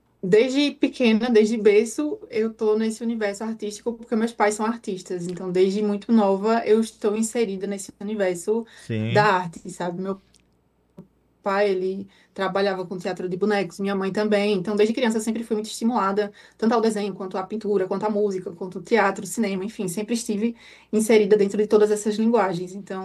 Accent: Garanhuns, Pernambuco, Brazil; Não, eu sou de Garanhuns, Pernambuco. Agreste, Pernambuco.

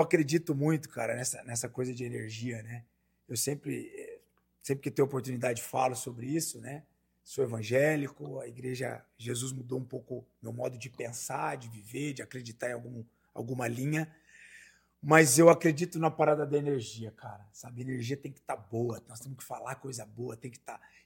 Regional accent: Brazil; Nós somos brasileiros.

